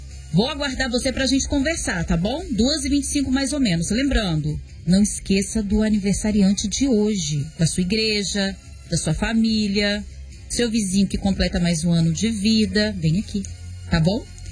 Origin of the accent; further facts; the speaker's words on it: Vila Velha, Espírito Santo, Brazil; born there; moved away; also born or lived in Brasília / São Paulo; Mas eu nasci em Vila Velha. Hoje voltei pra cá, pro Espírito Santo, pra Grande Vitória. Mas eu já morei em outros estados.